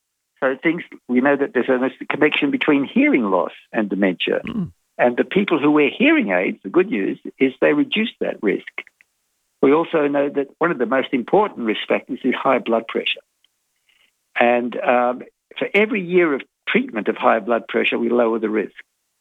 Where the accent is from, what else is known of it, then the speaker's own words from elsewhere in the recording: Australia; as Senior Australian of the Year, I've set myself two goals